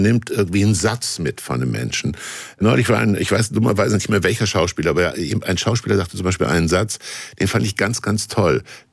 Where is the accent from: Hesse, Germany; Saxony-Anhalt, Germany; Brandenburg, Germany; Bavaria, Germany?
Hesse, Germany; Kassel; das habe ich schon als Kind in Kassel gemacht